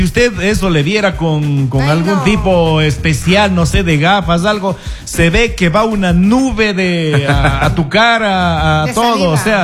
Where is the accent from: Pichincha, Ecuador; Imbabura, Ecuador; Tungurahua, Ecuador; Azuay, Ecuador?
Azuay, Ecuador; Cuenca